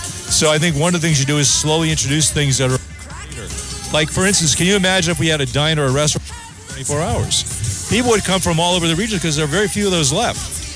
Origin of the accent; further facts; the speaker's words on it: Fall River, Massachusetts, United States; moved away as an adult; now in Vallejo, United States; my hometown of Fall River, Massachusetts